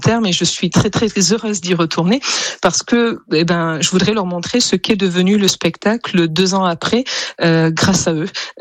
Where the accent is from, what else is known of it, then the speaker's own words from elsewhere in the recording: Auvergne-Rhône-Alpes, France; Alors, je viens de Haute-Loire, à côté du Puy-en-Velay.